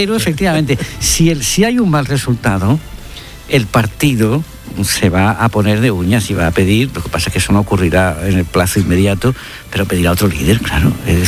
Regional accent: Andalusia, Spain; como votante, como andaluz, Carlos, lo que me interesa es saber quién me va a gobernar

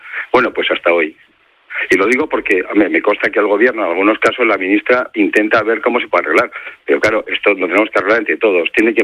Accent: Basque Country, Spain; Mira, donde más absentismo hay en España es en mi tierra, en el País Vasco, y es donde los salarios son más altos.

